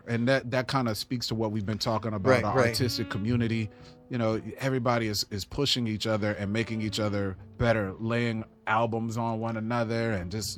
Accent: Houston, Texas, United States; So I'm originally from Houston, Texas.

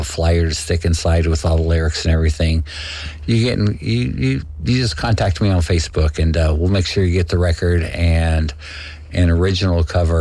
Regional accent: Carlsbad, California, United States; You know, I'm from Carlsbad, just right north of San Diego.

